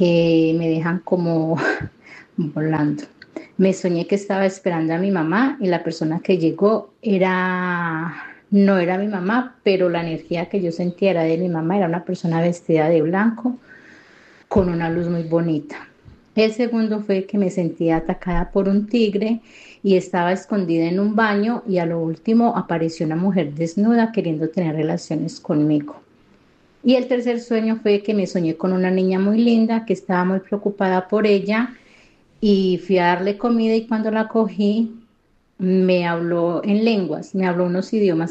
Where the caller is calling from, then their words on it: Israel; Llamo desde Israel.